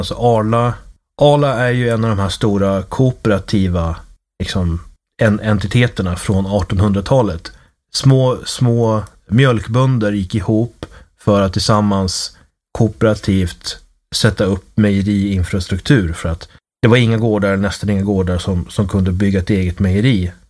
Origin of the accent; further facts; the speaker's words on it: Uppsala, Uppsala County, Sweden; Eftersom jag växte upp i Uppsala